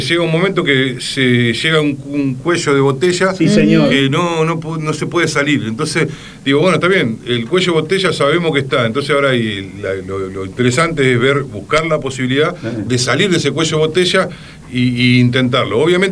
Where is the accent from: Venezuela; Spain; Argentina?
Argentina; Santo Tomé, Santa Fe; nosotros somos de Santo Tomé